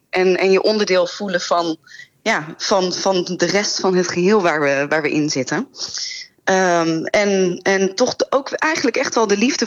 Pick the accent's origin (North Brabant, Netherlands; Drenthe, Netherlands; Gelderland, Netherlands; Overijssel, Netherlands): Gelderland, Netherlands; Ik ben opgegroeid in de Veluwse bossen. En ben daardoor altijd heel dicht bij de natuur geweest.